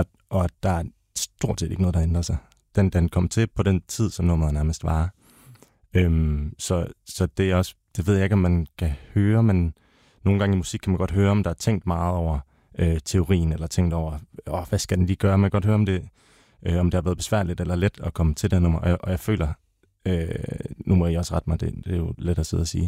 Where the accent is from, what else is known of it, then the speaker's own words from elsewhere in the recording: Slettestrand, North Denmark Region, Denmark; Altså både mig og Jon er vokset op ude på landet. Jeg er vokset op ved Slettestrand, ved, helt op ved Nordvestjylland.